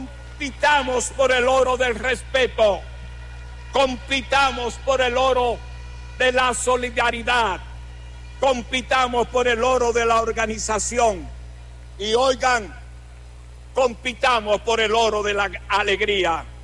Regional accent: Dominican Republic; me pongo la ropa de dominicano y quiero dirigirme al pueblo, a mi pueblo.

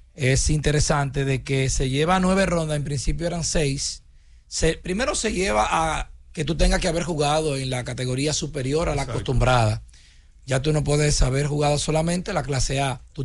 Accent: San Francisco de Macorís, Duarte, Dominican Republic; born there; yo nací en San Francisco, en el barrio Santa Ana

